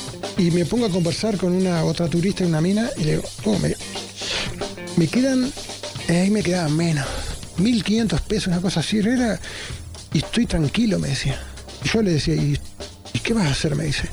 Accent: Uruguay; soy uruguayo, estoy viajando en bicicleta

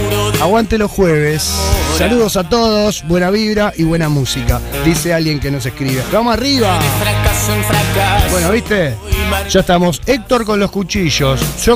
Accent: Paso del Parque del Daymán, Paysandú, Uruguay; moved away; Soy de Paso del Parque del Daimán, que es un pueblito chiquito

